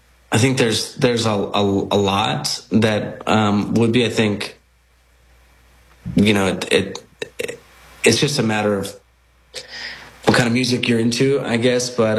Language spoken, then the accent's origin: English; New Jersey, United States; Well, as I mentioned, we grew up in Jersey and, you know, been lifelong Giants fans.